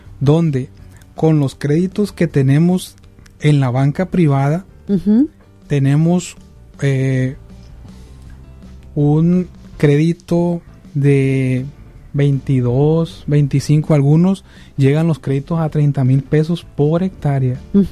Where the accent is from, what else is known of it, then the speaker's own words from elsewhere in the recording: Mexico; Tenemos que estar como mexicanos unidos